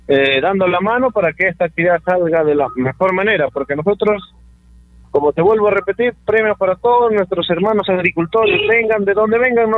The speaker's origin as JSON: {"language": "Spanish", "country": "Peru", "tie": "born or raised there", "said": "somos hijos de San Isidro"}